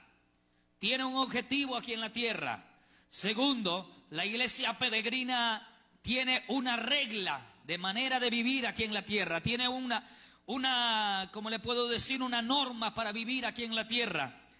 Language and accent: Spanish; El Salvador; Todos nosotros somos salvadoreños